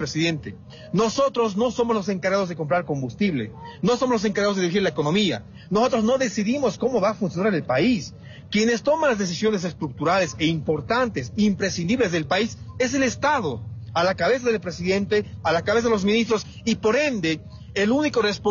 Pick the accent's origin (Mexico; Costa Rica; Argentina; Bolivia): Bolivia; somos bolivianos y queremos lo mejor para nuestro país